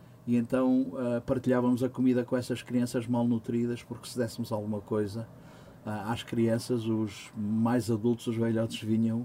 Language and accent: Portuguese; Mozambique; moved away; also born or lived in South Africa; Portanto, fui onde era a nossa casa, onde eu cresci, onde era a casa dos meus pais.